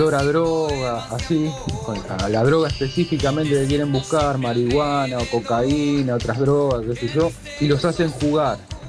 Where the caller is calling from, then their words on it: La Plata, Buenos Aires Province, Argentina; de La Plata.